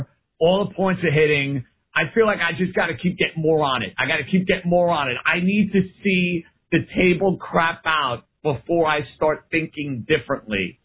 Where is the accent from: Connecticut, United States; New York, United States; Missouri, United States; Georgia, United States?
New York, United States; accent: New York; I'm a New York guy. You can tell by the dialect I'm a New York guy.